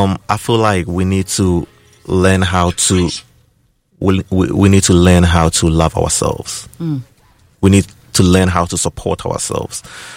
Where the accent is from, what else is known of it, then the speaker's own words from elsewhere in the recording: Ghana; now in United States; as a Ghanaian-based artist